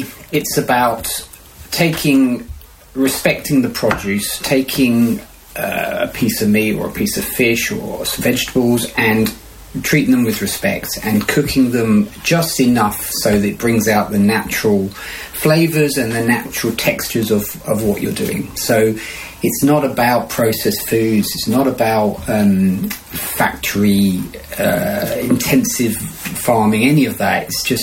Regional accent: Brighton, South East England, United Kingdom; And I'm from Brighton, so that's my hometown. I met Pamela and we came back to Brighton

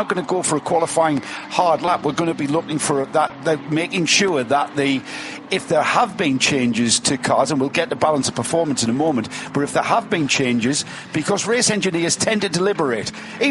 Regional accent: England, United Kingdom; Well, I'm English, so it's 3.

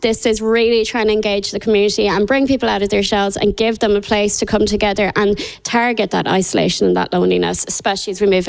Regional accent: Castlebar, Connacht, Ireland; also born or lived in London; I am from Castlebar, so based in Castlebar, just 5 minutes out the road. And when I was moving home from London, when we decided to make the move

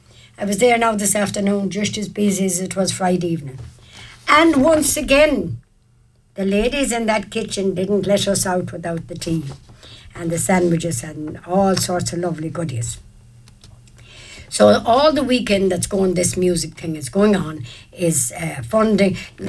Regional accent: Ireland; we came from Carrickcastle.

